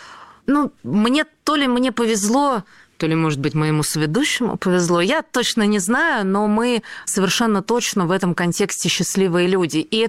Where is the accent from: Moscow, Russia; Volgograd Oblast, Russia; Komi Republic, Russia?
Volgograd Oblast, Russia; Volzhsky; Это мой родной город.